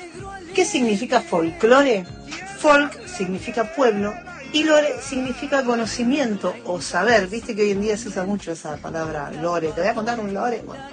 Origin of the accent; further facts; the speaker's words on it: Argentina; me pregunto si esta manera de ser como argentinos tiene que ver con nuestro folclore.